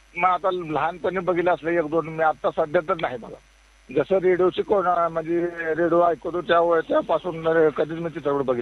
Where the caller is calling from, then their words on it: Tambole, Maharashtra, India; मी Tambole तालुका मोहोळेतून